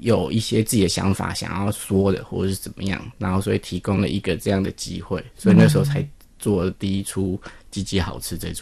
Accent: Taiwan; first language Taiwanese Hokkien; Chinese is a second language; 因为本来我的母语其实也是台语，对。

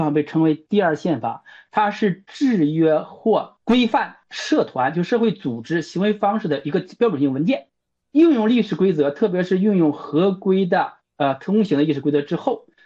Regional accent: China

